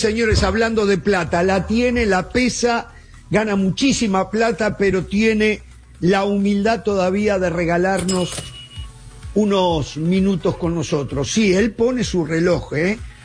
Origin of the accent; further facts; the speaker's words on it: Argentina; Bueno, lo felicito como argentino, Pereira, lo felicito.